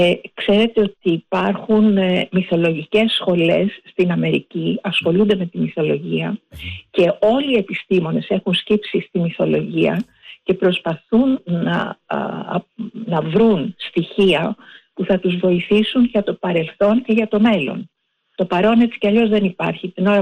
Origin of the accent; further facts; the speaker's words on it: Greece; είμαι Ελληνίδα